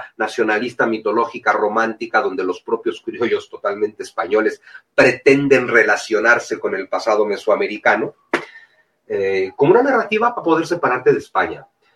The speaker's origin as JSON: {"language": "Spanish", "country": "Mexico"}